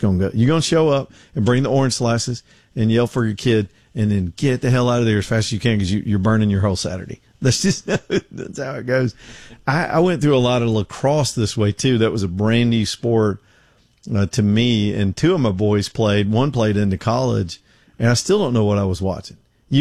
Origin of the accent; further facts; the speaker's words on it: United States; He's trying to rib me a little bit about being American.